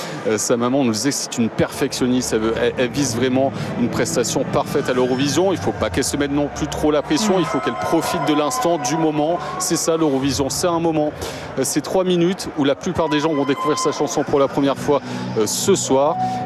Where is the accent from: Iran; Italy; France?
France